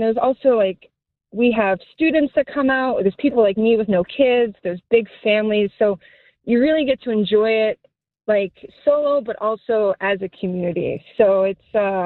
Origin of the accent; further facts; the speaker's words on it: Texas, United States; now in Chicago, United States; I'm a transplant from Texas. This is like my favorite part of Chicago is our lake.